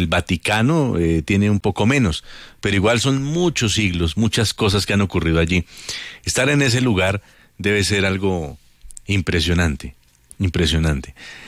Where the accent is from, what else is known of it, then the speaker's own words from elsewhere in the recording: Colombia; Y yo, no, yo soy colombiano.